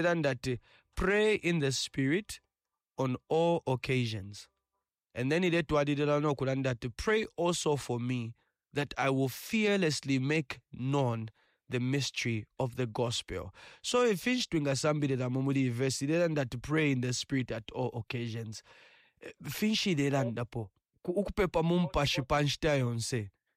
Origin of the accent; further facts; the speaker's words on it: Kalingalinga, Lusaka Province, Zambia; Good evening. … from Kalingalinga. Just here, close by you, our neighbor, you.